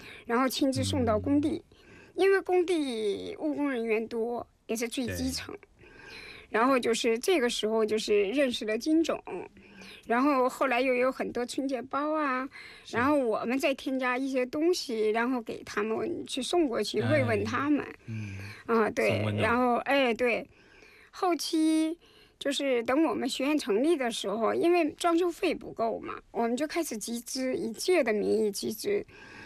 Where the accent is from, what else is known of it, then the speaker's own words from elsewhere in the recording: China; now in South Korea; 我们作为中国人